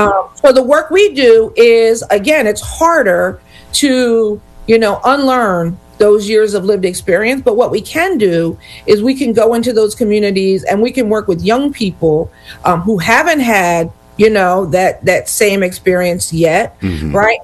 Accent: Montgomery County, Pennsylvania, United States; So I'm from Montgomery County, right? And it's beautiful. It's the second wealthiest county in the state, right?

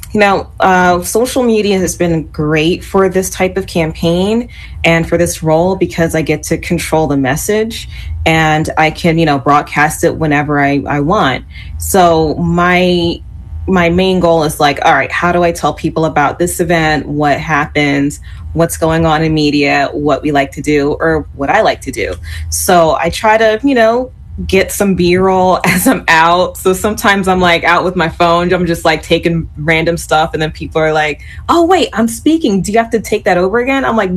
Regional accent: Germantown, Pennsylvania, United States; I'm from Germantown. I just wanted to make sure people know that.

